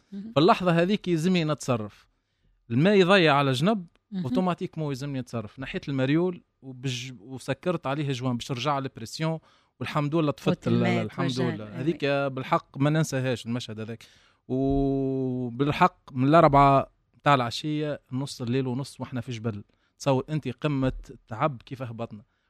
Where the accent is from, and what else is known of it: Metlaoui, Gafsa Governorate, Tunisia